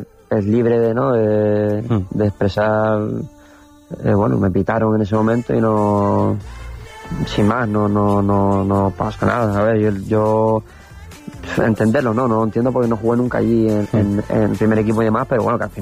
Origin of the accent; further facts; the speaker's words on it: Canary Islands, Spain; moved away; ¿Cómo voy a celebrar el gol contra el equipo de mi tierra?